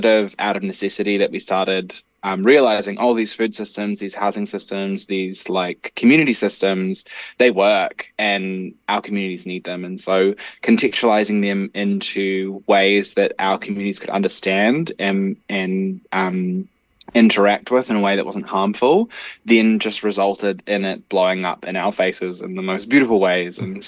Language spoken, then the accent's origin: English; New Zealand; I am from Aotearoa, New Zealand. I come from Ngāti Kahinuniki Wairarapa, Ngāti Tuarangatira, and Ngāti Kuata, which are three tribes from the bottom tip of the North Island of Aotearoa and the top tip of the South Island.